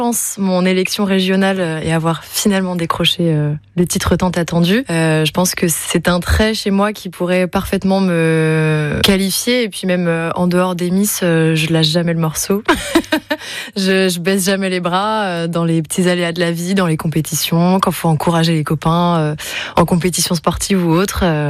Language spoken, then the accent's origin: French; Pays de la Loire, France; chez nous, en Pays de la Loire.